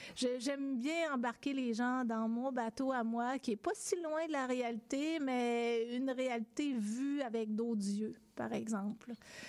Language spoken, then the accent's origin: French; Black Lake, Quebec, Canada; Il y a mon enfance à Black Lake. Black Lake, c'était quand moi j'étais petite. C'est sûr que ça évolue un peu, mais quand moi j'étais petite, Black Lake, c'est une petite ville. Il y a une grosse, grosse mine d'amiante. Si vous êtes déjà passé dans le coin de Thetford Mines, la grosse mine très profonde